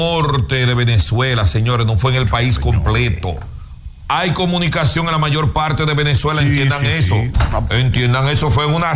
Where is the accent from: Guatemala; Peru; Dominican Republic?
Dominican Republic